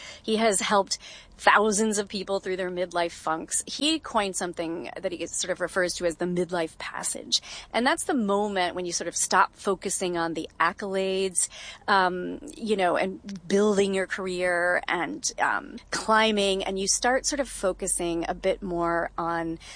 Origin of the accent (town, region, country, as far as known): Kentucky, United States; born or raised there